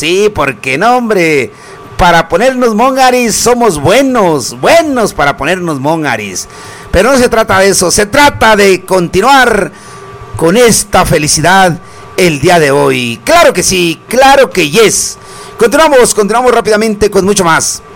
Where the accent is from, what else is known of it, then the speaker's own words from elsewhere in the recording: Mexico; Uno como mexicano siempre puede más.